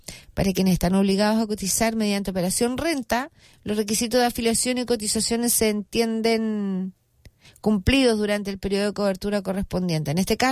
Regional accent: Chile; Los chilenos somos re buenos para cambiar la letra a las canciones así.

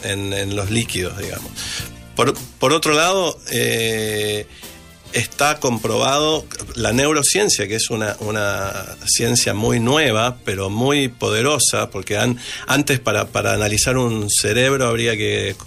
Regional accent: Buenos Aires, Argentina; born there; Nací en Argentina, en Buenos Aires.

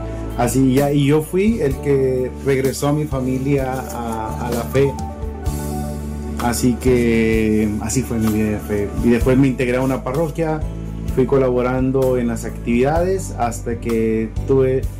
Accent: Mexico City, Mexico; moved away as an adult; now in Puerto Montt, Chile; somos una familia de Ciudad Mexicana católica, no tan practicantes

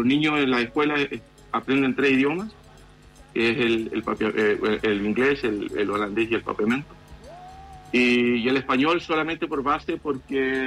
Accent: Rancagua, O'Higgins, Chile; yo soy de Rancagua y estudié en Santiago.

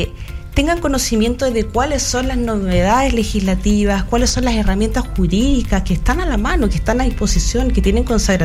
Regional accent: Los Ángeles, Biobío, Chile; born there; also born or lived in Santiago, Chile; Mira, yo soy nací en Santiago, pero vivo en Los Ángeles desde sexto básico.

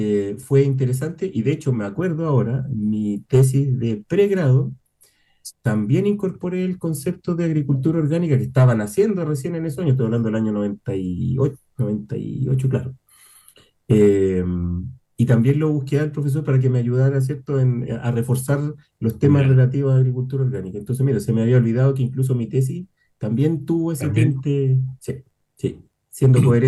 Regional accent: Santiago, Santiago Metropolitan Region, Chile; Yo soy de Santiago.

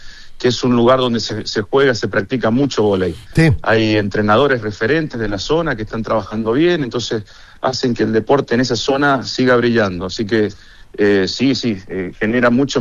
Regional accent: San Juan, Argentina; moved away as an adult; now in Santiago, Chile; no soy de Buenos Aires, soy de San Juan, una zona que está muy cerca de acá, exacto. Pero ya llevo 14 años en Chile viviendo, casado con chilena.

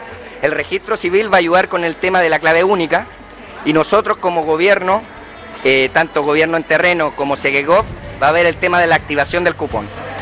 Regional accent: Chile; somos todos chilenos

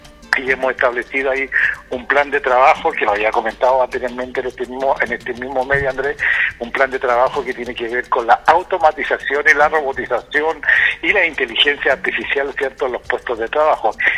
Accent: Chile; Nosotros como chilenos celebramos el Día del Minero, ¿no?

